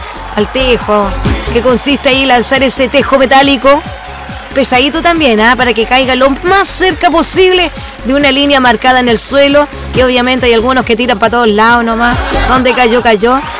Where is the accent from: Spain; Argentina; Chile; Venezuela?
Chile; yo soy buena chilena